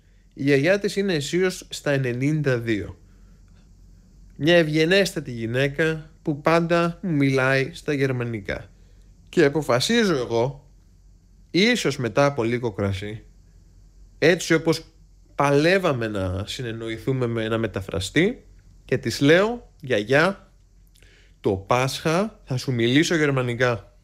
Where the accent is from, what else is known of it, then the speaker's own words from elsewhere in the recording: Greece; η προφορά που είχα εγώ αναπτύξει ως γνήσιος Έλλην στους 2-3 μήνες γερμανικών μου